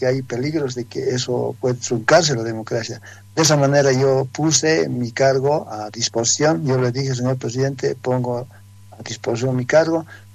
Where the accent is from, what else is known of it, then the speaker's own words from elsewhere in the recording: Guarina, La Paz, Bolivia; now in El Alto, Bolivia; Yo soy de Guarina, provincia de Mosullos, donde ha nacido el gran mariscal Andrés de Santa Cruz.